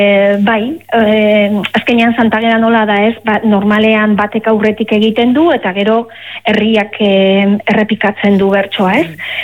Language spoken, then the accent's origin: Basque; Basque Country, Spain; Ba, bizkaitarra naiz eta nire herrian dauzoan hori egun handia zan, gau handia zan, ez?